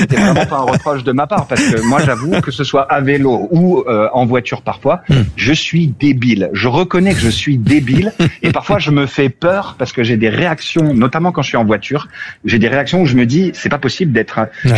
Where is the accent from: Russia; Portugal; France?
France; Hauts-de-France; moved away; je suis originaire du Nord et que mes parents habitent dans le Nord